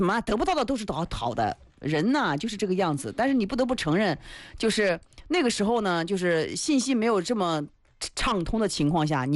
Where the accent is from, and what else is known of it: Hefei, Anhui, China